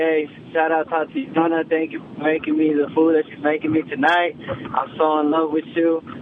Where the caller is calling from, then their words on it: Salt Lake City, Utah, United States; We're calling in from Salt Lake City.